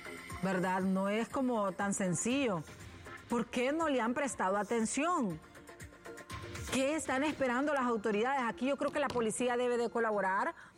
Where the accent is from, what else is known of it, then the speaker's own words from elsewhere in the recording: Honduras; Todos los que somos hondureños tenemos igual derecho